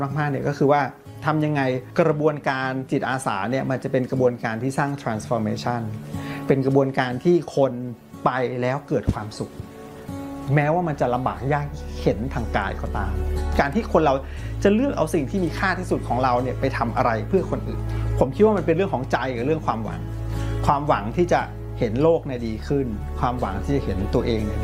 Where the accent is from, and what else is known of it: Bangkok, Thailand; born or raised there